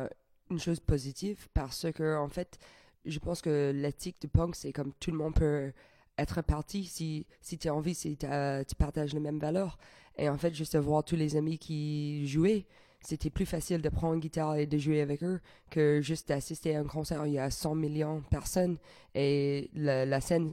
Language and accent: French; Edmonton, Alberta, Canada; je viens d'Edmonton, qui est la capitale d'Alberta. Et c'est une ville de plus de 1 million de personnes. Mais c'est bizarre parce que personne ne connaît. C'est un peu fameux parce qu'on a le plus grand botte de cowboy dans le monde.